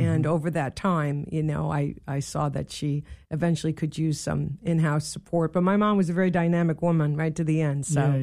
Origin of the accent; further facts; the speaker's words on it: Dumont, New Jersey, United States; also born or lived in Bronx; I was born in the Bronx and grew up in Dumont, New Jersey, which is Bergen County, mm-hmm. Paramus, Richfield area.